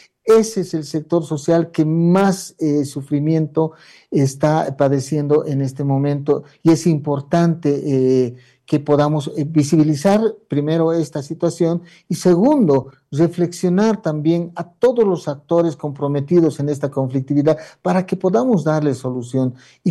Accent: Bolivia; hay que repensarnos como sociedad boliviana también

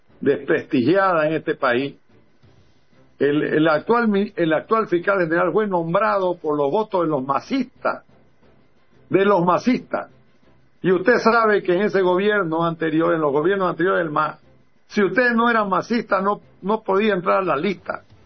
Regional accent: Santa Cruz, Bolivia; como siempre somos los bolivianos y los cruceños

